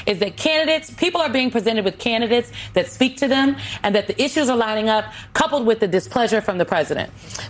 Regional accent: Nebraska, United States; my home state, Nebraska

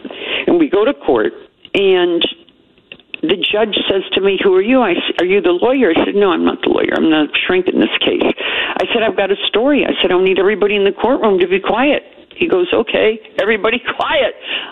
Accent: West Virginia, United States; I grew up in West Virginia.

